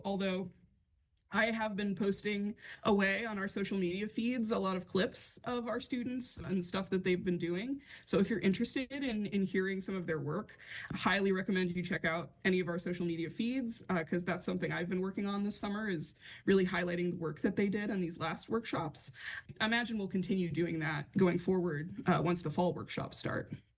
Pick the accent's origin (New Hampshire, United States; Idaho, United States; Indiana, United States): Indiana, United States; I grew up in Indiana